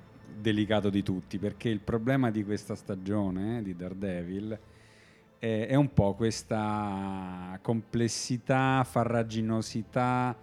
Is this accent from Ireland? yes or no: yes; Ireland; sono irlandese, quindi